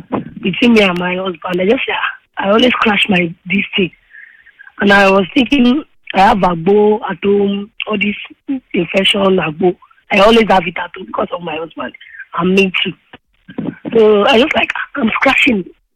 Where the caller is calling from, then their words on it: Oyo, Nigeria; from Oyo, first time caller.